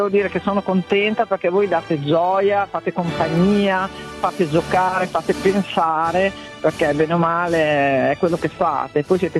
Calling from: Imola, Emilia-Romagna, Italy; Imolese, sono di Imola

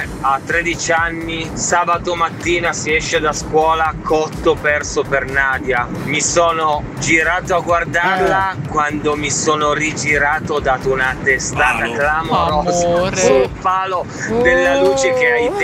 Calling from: Turin, Piedmont, Italy; da Torino

